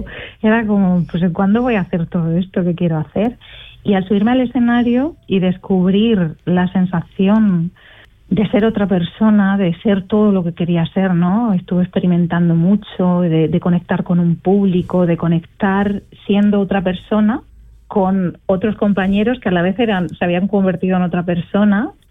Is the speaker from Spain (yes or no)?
yes; Spain; soy una madre española